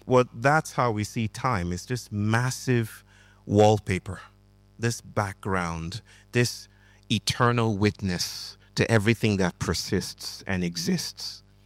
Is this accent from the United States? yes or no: no; Nigeria; moved away; I grew up in Nigeria